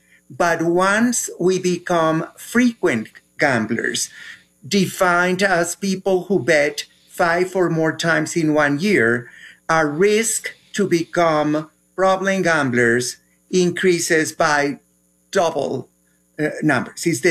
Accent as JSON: {"language": "English", "country": "Colombia", "moved": "as an adult", "lives_now": "United States", "said": "Well, I'm from Colombia, and I came to the U.S. when I was already 41"}